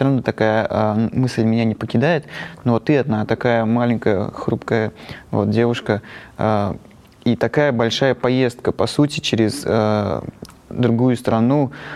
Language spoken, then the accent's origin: Russian; Armenia; Я думала, армяне гостеприимный народ. Оказывается, африканцы нас переплюнули.